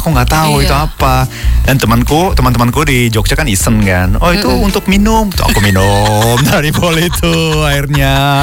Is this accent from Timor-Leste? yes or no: no; Tokyo, Japan; Indonesian is a second language; Aku dari Tokyo. Tokyo kan terang ya.